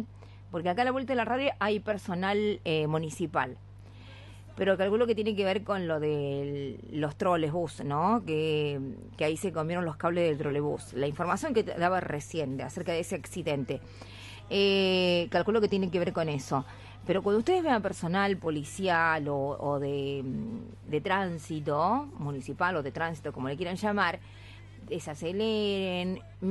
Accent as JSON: {"language": "Spanish", "town": "Merlo", "region": "Buenos Aires Province", "country": "Argentina", "said": "Hoy mi esposa me cortó el pelo. Ella se llama Eli, somos de Buenos Aires, Merlo, zona oeste."}